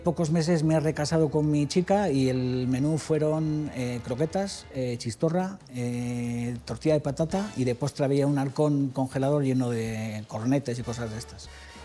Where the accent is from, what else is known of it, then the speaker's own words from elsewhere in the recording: Hondarribia, Basque Country, Spain; pasan por la calle San Pedro de mi pueblo. Que normalmente la gente de mi pueblo se lo cuenta y no se lo creen y la ponen y pues sí, sale Fuenterrabía en el comienzo de la película.